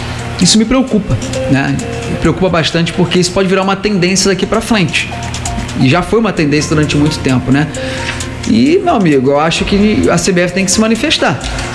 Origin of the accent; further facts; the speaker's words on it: Brazil; nós somos brasileiros, nós não nos consideramos nem latino, né? A gente não fala espanhol